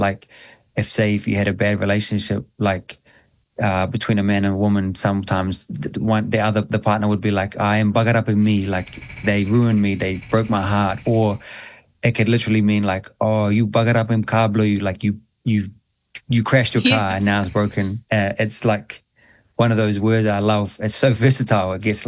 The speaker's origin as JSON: {"language": "English", "country": "New Zealand", "tie": "born or raised there", "said": "I always felt like a bit of an alien growing up in New Zealand, to be honest. And going home gave me an anchoring, like a place where I was like, oh, this is why I am the way that I am and where I'm from."}